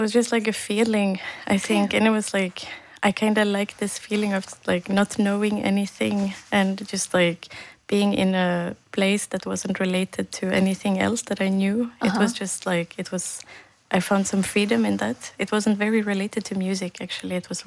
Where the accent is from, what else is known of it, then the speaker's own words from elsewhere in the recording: northern Sweden, Sweden; So I grew up in Sweden, or I'm born in Sweden. Mm-hmm. My parents or my family came as Bosnian refugees to Sweden. Mm-hmm. I grew up there in the north of Sweden